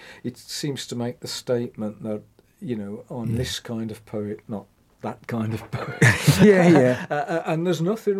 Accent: West Midlands, United Kingdom; accent: Black Country; And I was born on the Saltwells Estate, just across the other side of the woods from where we are now in the Merry Hill Centre. So it was very Black Country

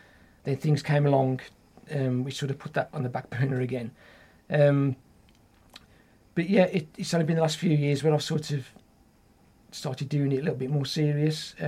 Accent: Tipton, West Midlands, United Kingdom; I was born in West Bromwich, grew up in Tipton, lived there till I got married. And then, but I've always lived in like Oldbury, lived in Pensnet, the Black Country area.

